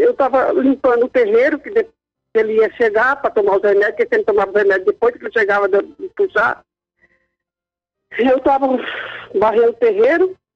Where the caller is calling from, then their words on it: Álvares Machado, São Paulo, Brazil; De Álvares Machado.